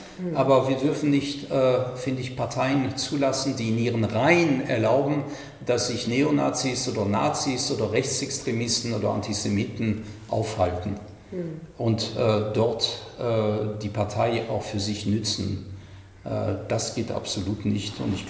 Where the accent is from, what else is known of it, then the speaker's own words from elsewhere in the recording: France; Ich komme aus Frankreich.